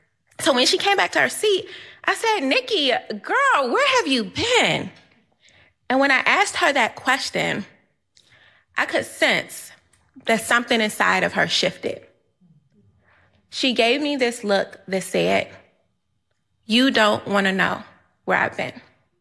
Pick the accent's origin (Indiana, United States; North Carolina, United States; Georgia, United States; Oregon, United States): Indiana, United States; Gary; moved away as an adult; now in Washington, United States; This started when I first moved from Gary, Indiana, my hometown, to Washington, D.C., to attend school at Howard University.